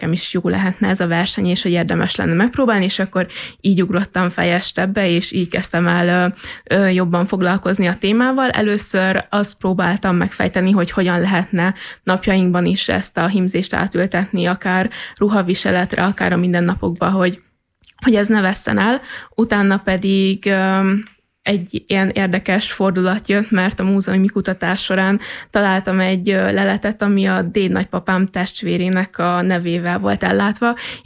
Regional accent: Komádi, Hajdú-Bihar, Hungary; born there; Egy kisvárosból, Komádiból jövök

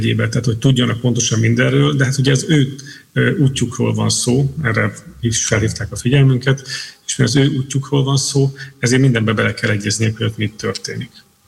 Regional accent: Szombathely, Vas, Hungary; én azt mondom szombathelyiként is

